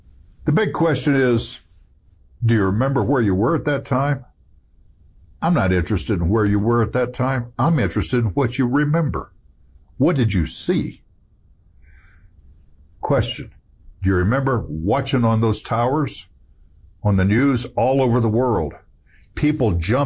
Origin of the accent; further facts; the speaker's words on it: United States; I'm an American. That's important to me because I'm not just an American, I'm a Christian.